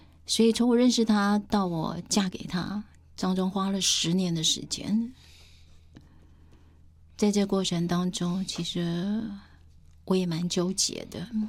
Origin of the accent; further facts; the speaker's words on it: Taiwan; 我爸爸是军人，他是从大陆跟老蒋来台湾的。那在我的家庭里头，就是，我妈妈是很传统的一个台湾人，所以那我们住在小时候住在眷村里头